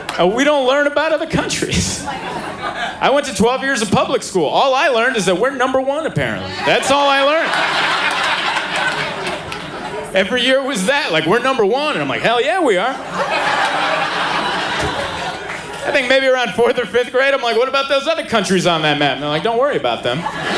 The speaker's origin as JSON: {"language": "English", "country": "United States", "tie": "born or raised there", "said": "The only weird part of being out there is being the American."}